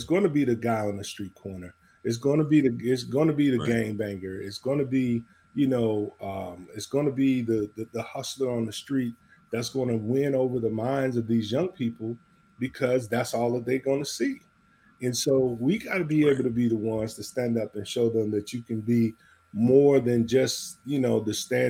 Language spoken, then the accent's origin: English; Chicago, Illinois, United States; also born or lived in Gary, United States; I grew up in Jeffrey Manor on the south side of Chicago. I lived in Gary for a number of years as a kid. We moved around a lot.